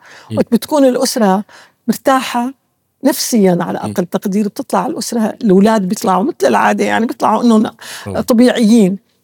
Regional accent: Damascus, Damascus Governorate, Syria; نحن ما لنا من الطبقة الثرية، لا، نحن من الطبقة مثل كل غالبية أهل دمشق

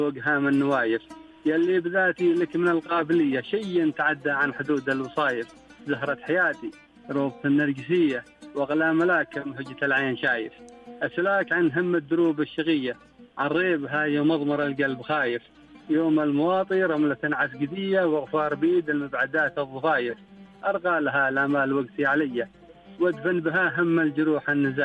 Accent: Dhofar, Oman; first language Shehri (Jibbali); Arabic is a second language; ولا زالت محافظة عليها هنا في إغليم ظفار

